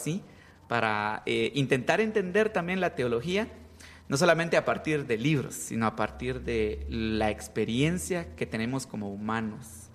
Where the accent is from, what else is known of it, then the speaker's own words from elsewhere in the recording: Huehuetenango, Guatemala; yo que soy originario de Huehuetenango